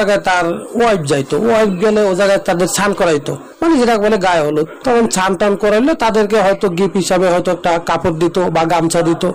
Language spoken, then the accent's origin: Bangla; Patuakhali, Barisal Division, Bangladesh; now in Dhaka, Bangladesh; তারপরে এক সময় আমি নিজেও পরে এই কাজে গ্রাম থেকে এসে পটুয়াখালী থেকে এসে এই যে ঢাকাতে কাজ করতেছি।